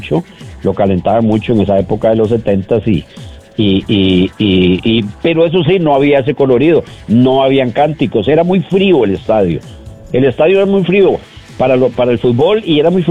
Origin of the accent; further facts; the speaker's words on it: San José, Costa Rica; also born or lived in Cinco Esquinas, Tibás; yo me crié en Atillo, aunque yo tengo algo de herediano por … pero sí nos fuimos para vivimos en Cinco Esquinas y después nos fuimos para Atillo